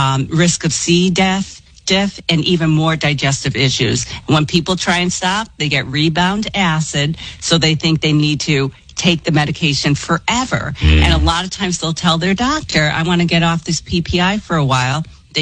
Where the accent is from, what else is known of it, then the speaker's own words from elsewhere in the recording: Ireland; And don't forget … so we don't count alcohol calories, right?